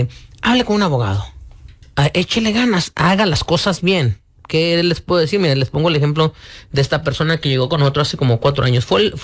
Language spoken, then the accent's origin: Spanish; Mexico; now in United States; yo amo mi México, soy mexicano, pero estoy mejor aquí